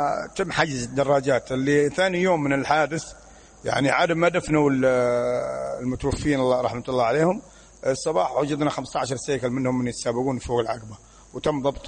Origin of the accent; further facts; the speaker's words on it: Hadhramaut, Yemen; عندنا في حضرموت